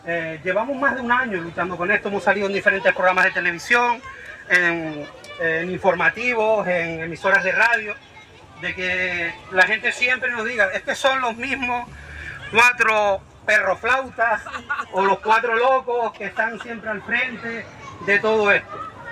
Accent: Santa Cruz de Tenerife, Canary Islands, Spain; now in Güímar, Spain; yo soy de Santa Cruz, vivo en Güímar

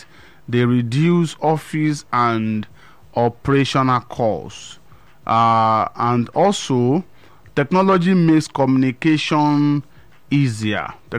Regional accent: Nigeria; earning in dollars as a Nigerian living in Nigeria.

